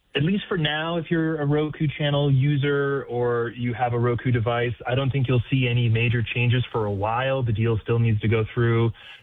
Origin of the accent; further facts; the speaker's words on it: Portland, Oregon, United States; I grew up in the Portland area